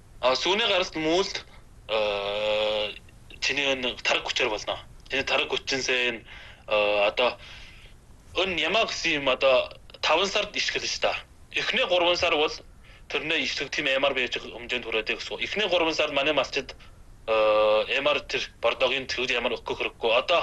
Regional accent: Inner Mongolia, China; Манай өвөр Монгол орн хол хол сууж байгаа биш үү да.

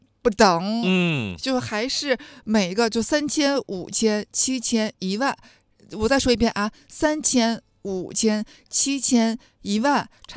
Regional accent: Tianjin, China; 因为我是天津人嘛。

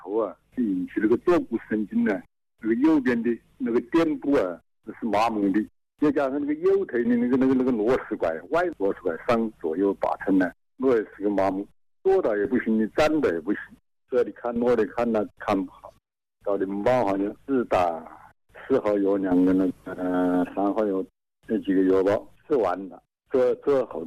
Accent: Xiantao, Hubei, China; 我是仙桃，国货

